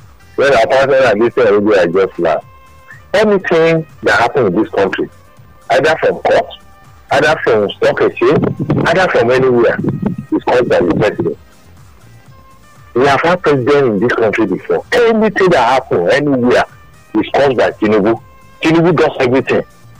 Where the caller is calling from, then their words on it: Oba, Nigeria; I'm calling from Oba.